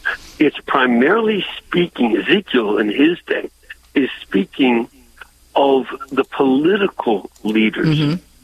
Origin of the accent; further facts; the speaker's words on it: Illinois, United States; I'm from Illinois.